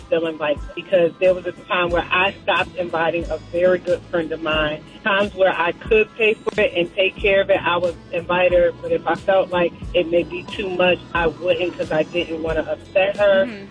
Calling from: Kennesaw, Georgia, United States; I'm checking in from Kennesaw.

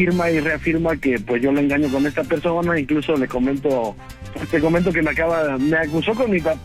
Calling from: Mexico City, Mexico; soy taxista de la Ciudad de México.

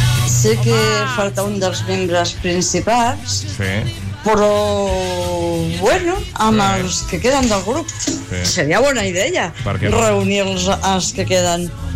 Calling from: Figueres, Catalonia, Spain; Mira, feliç dilluns … de Figueres.

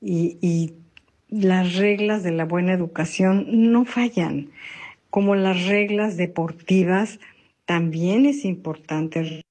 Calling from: Quintana Roo, Mexico; desde Quintana Roo.

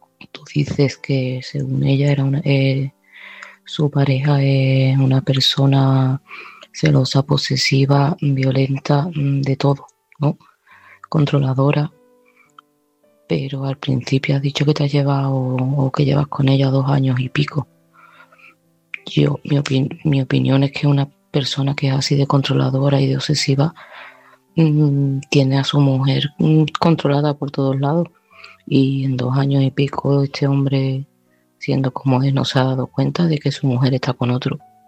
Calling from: Seville, Andalusia, Spain; de Sevilla y este mensaje va para Sergio.

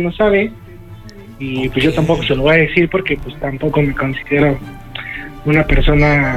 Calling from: Ixtapaluca, State of Mexico, Mexico; Soy de Ixtapaluca

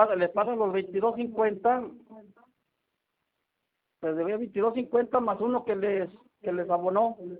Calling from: Jerez, Zacatecas, Mexico; andamos trabajando aquí en un rancho que se llama Santa Rita, Jerez.

